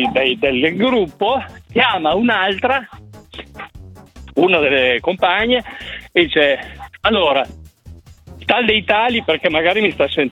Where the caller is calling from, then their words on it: Parma, Emilia-Romagna, Italy; Da Parma.